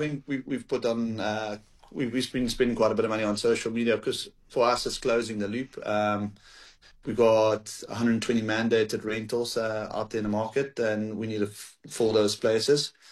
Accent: Paarl, Western Cape, South Africa; I'm originally from Paarl, and I used to drive from Paarl up to Cape Town.

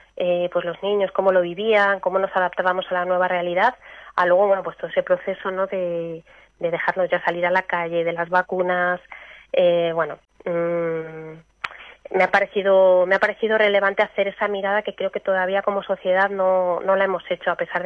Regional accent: Madrid, Community of Madrid, Spain; moved away; yo me he criado en Madrid

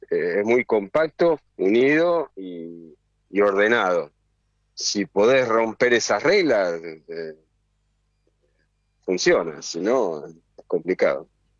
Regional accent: Argentina; Para nosotros que somos argentinos.

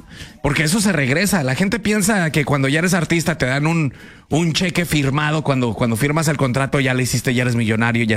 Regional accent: Mexico

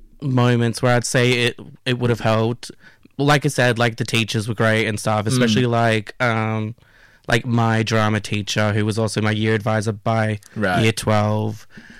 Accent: Sydney, New South Wales, Australia; So I was born in Sydney, down in East Lakes near Mascot.

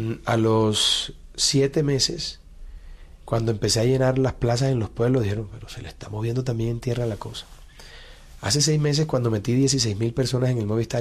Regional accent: Barranquilla, Atlántico, Colombia; also born or lived in Bogotá; barranquieros somos tan tesos que nacemos donde nos da la gana.

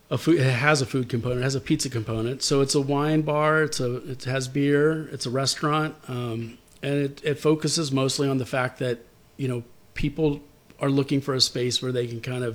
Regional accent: Maryland, United States; moved away; also born or lived in New York, United States / Bucks County, Pennsylvania, United States; Grew up in Maryland, D.C., moved to New York, lived in Manhattan for a while, lived outside of Manhattan, Bucks County, Pennsylvania for a while.

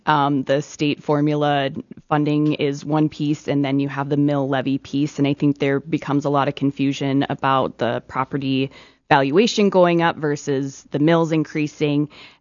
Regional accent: Tulare, South Dakota, United States; I grew up in South Dakota, so Tulare.

